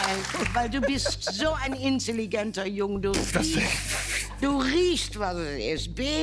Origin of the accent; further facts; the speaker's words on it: Netherlands; als Holländerin